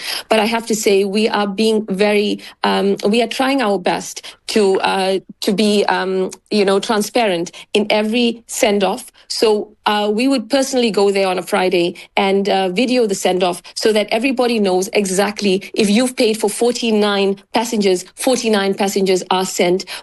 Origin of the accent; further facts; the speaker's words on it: South Africa; As a South African, especially a country shaped by inequality, but also by resilience and dignity